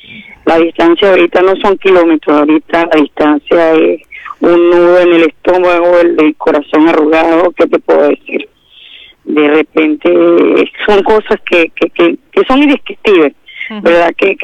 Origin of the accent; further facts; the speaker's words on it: Guatire, Miranda, Venezuela; moved away as an adult; now in Bahía Blanca, Argentina; en el pueblo que nosotros somos de Guatire